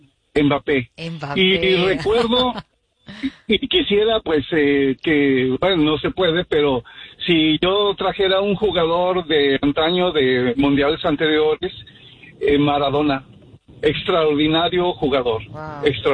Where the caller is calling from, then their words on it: Chicago, Illinois, United States; Buenos días, Andreina, de aquí de la ciudad de Chicago.